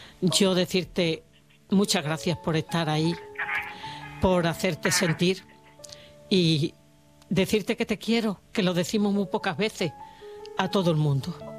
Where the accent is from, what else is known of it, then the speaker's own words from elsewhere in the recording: Extremadura, Spain; born there; Pues sobre todo el arraigo mío hacia mi tierra, porque como uh-huh. ellos saben, a mí me gustaría morir donde nací, o al menos que me vengan a enterrar